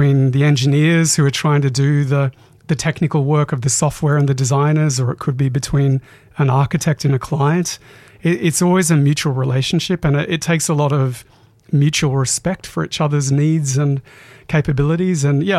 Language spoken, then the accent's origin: English; Kuranda, Queensland, Australia; also born or lived in Mareeba; But honestly, I grew up mainly in North Queensland, Caranda, Mareeba, moved all around the world.